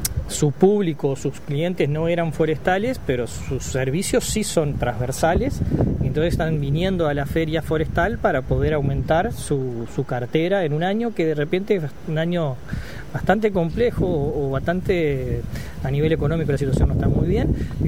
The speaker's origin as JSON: {"language": "Spanish", "country": "Uruguay", "said": "nosotros, Uruguay"}